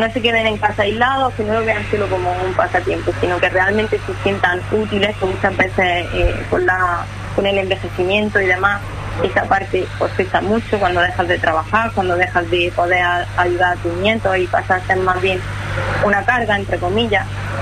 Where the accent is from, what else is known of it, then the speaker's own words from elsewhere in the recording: Balanegra, Andalusia, Spain; Yo es que estoy de Bala Negra.